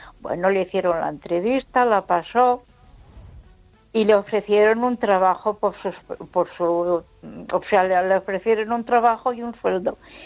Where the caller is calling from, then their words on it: Ponferrada, Castile and León, Spain; de Ponferrada.